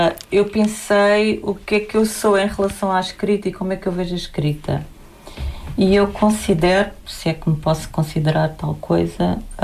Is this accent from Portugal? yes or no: yes; Lisbon, Portugal; moved away as an adult; also born or lived in Faro / Lagos; now in Algarve, Portugal; Eu sempre vivi em Lisboa com alguns interregnos pelo Algarve. Quando eu era criança, vivi aqui em Faro.